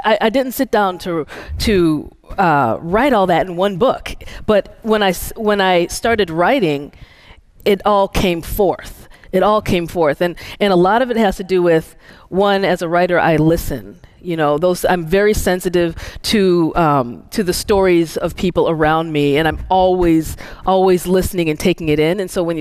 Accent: Nigeria; especially being Nigerian.

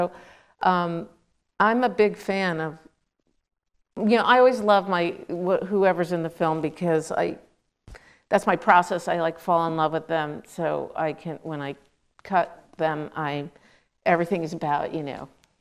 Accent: New York, United States; I grew up in Queens, New York.

